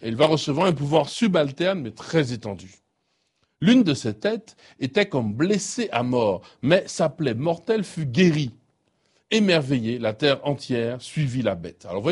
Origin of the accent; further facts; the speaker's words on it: Martinique; comme on dit chez nous en Martinique, la terre n'a pas capoté